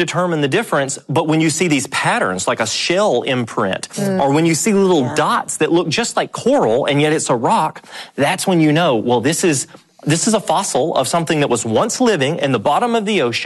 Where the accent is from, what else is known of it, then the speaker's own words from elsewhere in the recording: Tennessee, United States; from where I grew up in Middle Tennessee